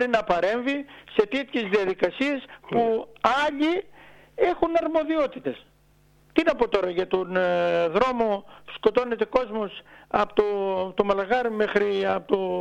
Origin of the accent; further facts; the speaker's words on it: Vathy, North Aegean, Greece; σαν βαθιώτης